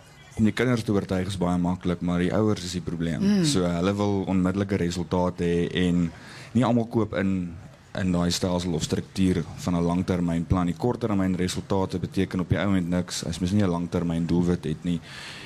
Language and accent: Afrikaans; Klerksdorp, North West, South Africa; also born or lived in Pretoria; ek is eindelijk gebore in Pretoria, maar ek is al baie langer in Klerksdorp as ek in Pretoria is. So ek sal myself 'n Klerksdorper definitief noem.